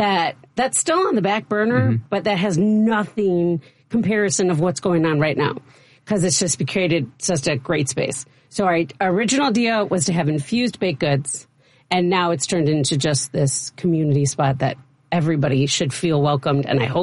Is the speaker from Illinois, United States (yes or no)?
yes; Chicago, Illinois, United States; The first 4 years, I'm Manila, and then moved to Northwest Highway. So definitely born and raised in Jefferson Park.